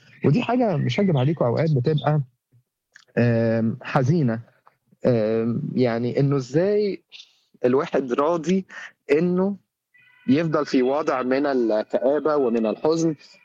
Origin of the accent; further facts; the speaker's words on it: Egypt; الكلمة دي مش عندنا في مصر